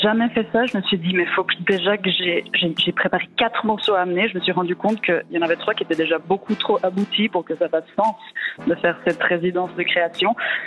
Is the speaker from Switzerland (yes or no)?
yes; La Chaux-de-Fonds, Neuchâtel, Switzerland; Moi, je viens de la Chaux-de-Fonds